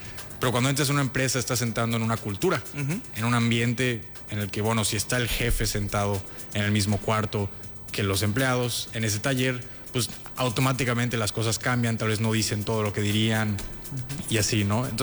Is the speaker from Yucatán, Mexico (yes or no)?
yes; Mérida, Yucatán, Mexico; also born or lived in Cancún; para servirles. Tengo 25 años, nací en Cancún, pero crecí acá en Mérida.